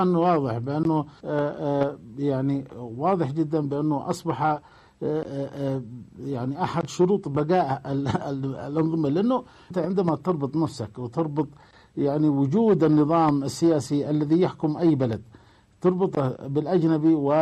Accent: Yemen; نحن كيمنيين

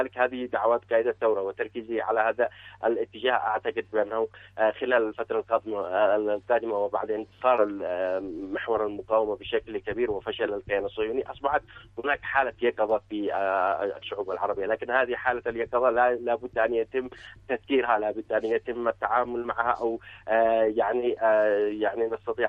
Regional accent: Yemen

